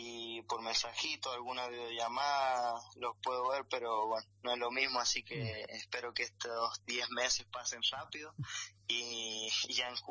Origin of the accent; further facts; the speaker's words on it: Jáchal, San Juan, Argentina; moved away as an adult; Yo siempre tengo presente mis orígenes, siempre donde voy soy el hachallero, así que es más, muchos me dicen, pero vos sos de San Juan, sí, le digo soy de San Juan, pero yo soy de Hachal, así que acá me conocen como el hachallero